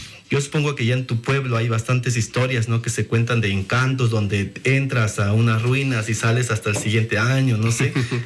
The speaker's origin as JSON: {"language": "Spanish", "region": "Veracruz", "country": "Mexico", "said": "allá en mi pueblo, en la comunidad de Chahuantla, Fernández de Madero, Veracruz"}